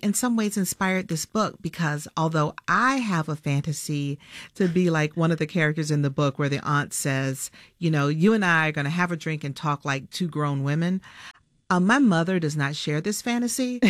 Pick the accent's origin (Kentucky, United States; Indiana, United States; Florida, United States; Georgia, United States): Georgia, United States; Atlanta; moved away as an adult; I moved back to my hometown.